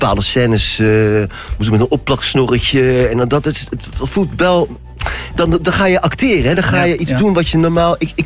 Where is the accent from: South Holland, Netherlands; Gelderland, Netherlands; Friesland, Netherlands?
South Holland, Netherlands; Zoetermeer; moved away as an adult; now in Amsterdam, Netherlands; Nou ja, ik ben natuurlijk ja, toen ik 19 was, ben ik uit Zoetermeer naar Amsterdam dan gegaan.